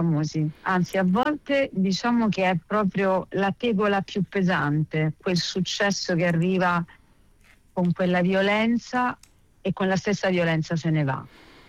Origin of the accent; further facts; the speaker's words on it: Rome, Lazio, Italy; io sono una randaggia, sono della Garbatella e sono veramente una ragazzina con gli artigli, ancora mi vedo così.